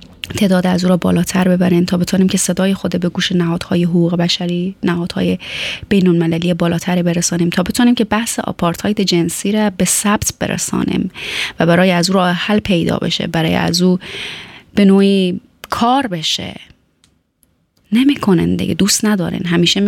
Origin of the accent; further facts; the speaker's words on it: Afghanistan; هیچ وقت نگفتیم که ما افغانستانی هستیم. ما شرق و غرب و شمال و جنوب نداریم.